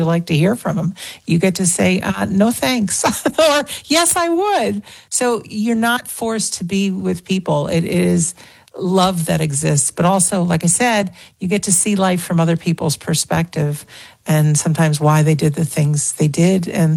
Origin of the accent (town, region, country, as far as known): Connecticut, United States; born or raised there; also born or lived in Massachusetts; now in Rhode Island, United States